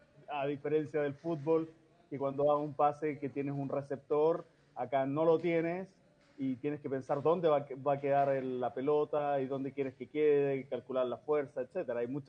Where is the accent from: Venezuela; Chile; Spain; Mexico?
Chile; somos seleccionados chilenos